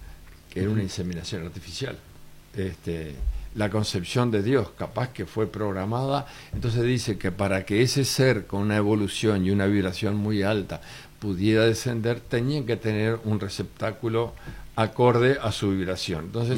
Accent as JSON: {"language": "Spanish", "country": "Uruguay", "said": "Esos somos los uruguayos, un poco criticón y un poco esto, uh-huh, pero somos suavemente ondulados."}